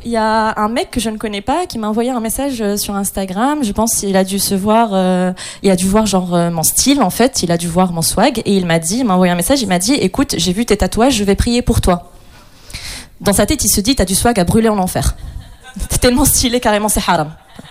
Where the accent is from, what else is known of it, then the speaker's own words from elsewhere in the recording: Morocco; moved away as an adult; now in France; comme j'ai mentionné précédemment, je suis marocaine. Je suis une personne marocaine, non-binaire, lesbienne, précaire.